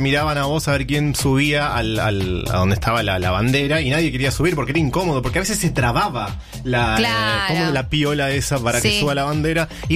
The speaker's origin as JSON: {"language": "Spanish", "town": "Burzaco", "region": "Buenos Aires Province", "country": "Argentina", "tie": "born or raised there", "moved": "yes", "lives_now": "Buenos Aires, Argentina", "said": "Nací en Capital, pero me crié ahí."}